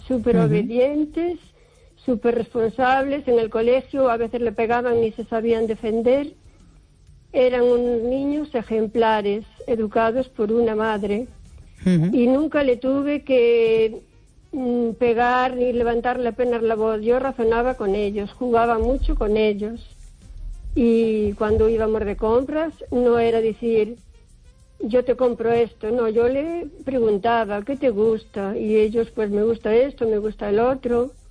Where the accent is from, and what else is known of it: O Carballiño, Galicia, Spain